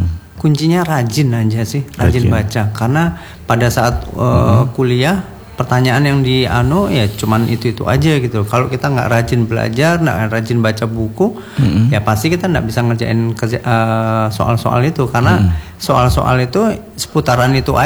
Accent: Java, Indonesia; karena saya orang Jawa ya Pak ya

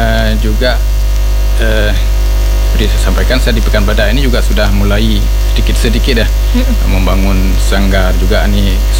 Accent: Aceh, Indonesia; kita Aceh

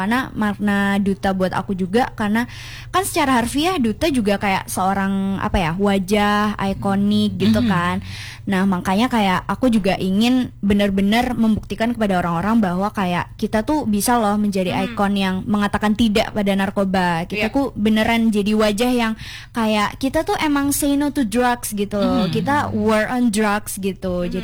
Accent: Gondanglegi District, East Java, Indonesia; aku kan anak Kabupaten Nyol ya Kak ya. Dan aku tuh anak aku dari kecamatan yang namanya itu Kecamatan Gondanglegi.

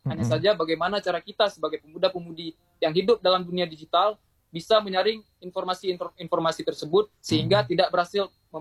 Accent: Aceh, Indonesia; suku kita sendirilah, suku Aceh. Saya orang Aceh, saya asli Aceh

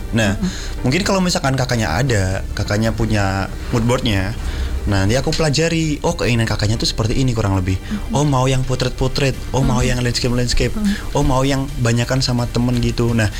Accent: Madiun, East Java, Indonesia; born there; Madiun ini tempat kelahiranku juga

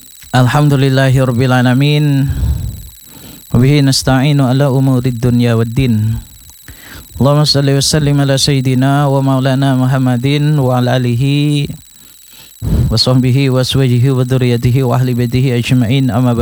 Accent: East Java, Indonesia; mengajarkan adab memasak kita orang Madura

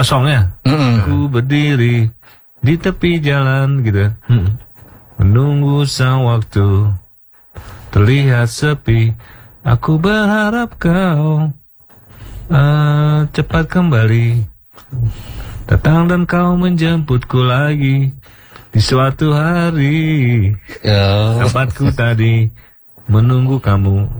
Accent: Jakarta, Indonesia; born there; Sih emang orang Jawa, bapak ibu gue Jawa. Ibu Solo, bapak Jember. Cuma gue lahir di Jakarta, jadi Betawi, jadi Betokau gitu.

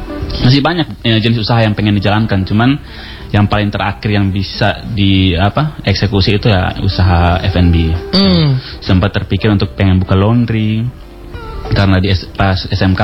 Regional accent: Kupang, East Nusa Tenggara, Indonesia; kita orang Kupang

